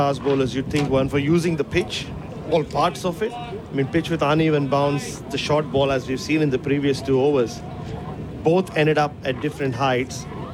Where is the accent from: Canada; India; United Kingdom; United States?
India; I grew up in India.